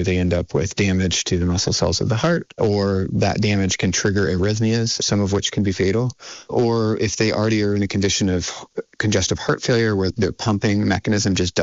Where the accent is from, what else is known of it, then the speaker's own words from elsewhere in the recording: South Carolina, United States; now in Vermont, United States; I grew up in South Carolina and it's just normal to have air conditioning in every house. And when I moved to Vermont